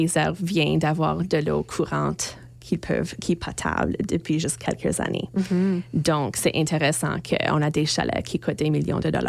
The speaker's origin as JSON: {"language": "French", "town": "Winnipeg", "region": "Manitoba", "country": "Canada", "tie": "born or raised there", "said": "j'ai été née et élevée à Winnipeg. Et je suis toujours ici."}